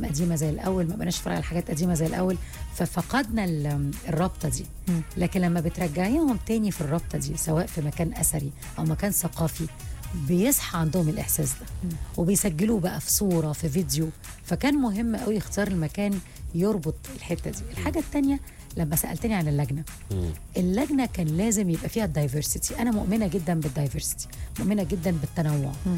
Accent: Egypt; احنا كمصريين

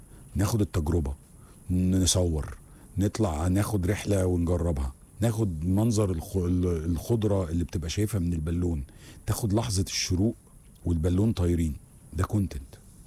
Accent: Luxor, Luxor Governorate, Egypt; انا بما اني بقى بتكلم على من الأقصر وانا راجل من الأقصر، الحياة جوه الأقصر بالليل عاملة ازاي؟

